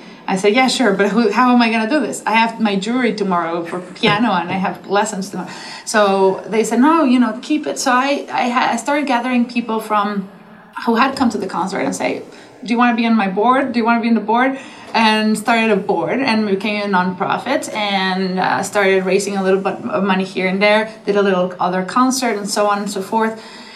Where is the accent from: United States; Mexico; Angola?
Mexico; moved away as an adult; I grew up in Mexico, and I always wanted to be a conductor since I was 13, 14. Then I managed to move to New York when I was 19